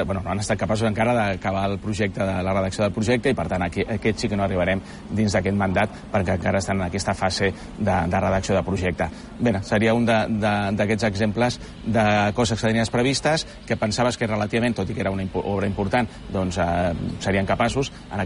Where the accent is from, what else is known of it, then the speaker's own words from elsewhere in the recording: Tarragona province, Catalonia, Spain; Nosaltres som penedesencs i tarragonins. Som tarragonins des de fa gairebé dos segles.